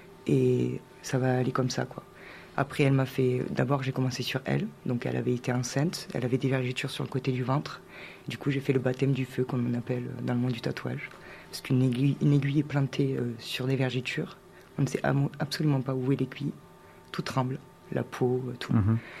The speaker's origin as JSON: {"language": "French", "region": "Occitanie", "country": "France", "tie": "born or raised there", "said": "moi j'ai grandi sur Cap de Nagar, du coup. J'ai fait mon école primaire et mon collège à Cap 2. Après, je suis partie sur Villefranche."}